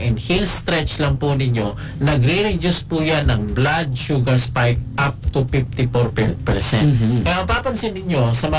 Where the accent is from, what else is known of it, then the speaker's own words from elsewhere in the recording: Mindanao, Philippines; moved away; Doon sa amin sa Mindanao